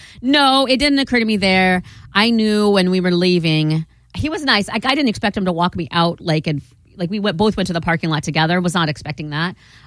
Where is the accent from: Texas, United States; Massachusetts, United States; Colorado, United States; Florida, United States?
Florida, United States; I'm from Florida.